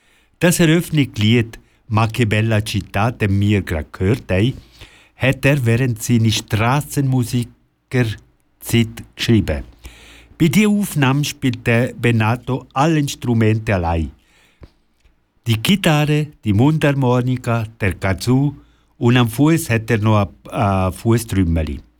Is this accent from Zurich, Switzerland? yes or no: no; Ticino, Switzerland; Ich bin Tessiner und mit der … Musik aufgewachsen.